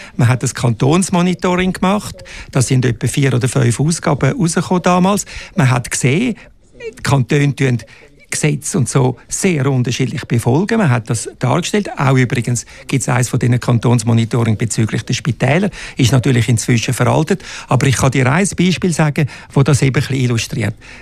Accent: Switzerland; Wir sind eben Schweizer, wir sind freiheitsliebend.

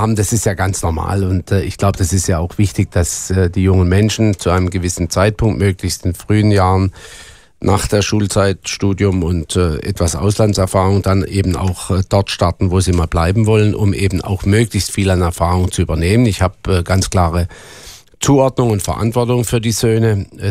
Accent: Baden-Württemberg, Germany; also born or lived in United States; da ich echter Badener bin, aber sehr gerne in Amerika war und viele Zeit in meiner Ausbildung, meiner Jugend in den USA verbracht habe.

